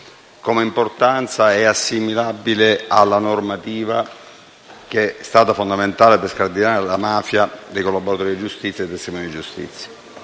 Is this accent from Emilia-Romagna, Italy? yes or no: no; Palermo, Sicily, Italy; Vedete, sono palermitano, domenica, come voi ben sapete, è il 19 luglio.